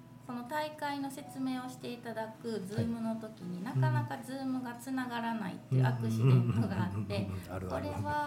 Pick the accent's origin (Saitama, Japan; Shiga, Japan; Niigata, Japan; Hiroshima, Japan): Shiga, Japan; born there; moved away as an adult; also born or lived in Kyoto / Matsuyama, Ehime / Germany / Osaka; now in Ibaraki, Japan; 育ちは京都と滋賀で、うん、あとまあドイツを1年ほど挟んでるんですけれども。